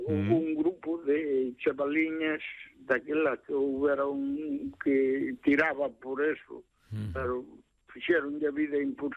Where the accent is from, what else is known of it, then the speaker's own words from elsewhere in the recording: Galicia, Spain; Pero o orgullo é ser galego.